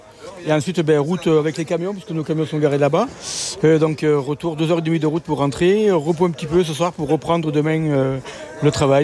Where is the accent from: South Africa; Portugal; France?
France; Je suis originaire du Sud-Est, donc le Sud-Est, le feu de forêt, je connais bien.